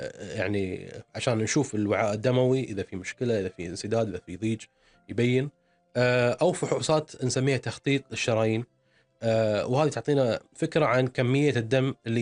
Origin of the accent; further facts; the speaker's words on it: Kuwait; احنا عندنا بالكويت